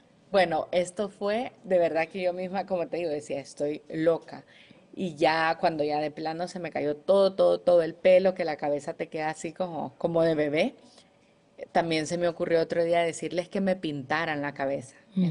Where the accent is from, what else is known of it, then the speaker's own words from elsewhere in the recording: El Salvador; yo soy de El Salvador